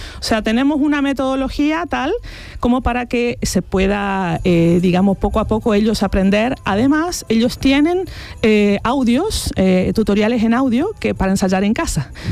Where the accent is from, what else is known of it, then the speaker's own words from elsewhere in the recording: Argentina; Yo soy argentina.